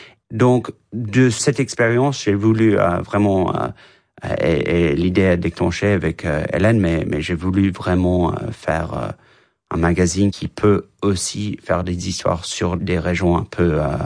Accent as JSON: {"language": "French", "region": "London", "country": "United Kingdom", "tie": "born or raised there", "second_language": "French", "said": "parce que moi je suis grec d'origine, et j'ai grandi à Londres et je parlais français assez bien"}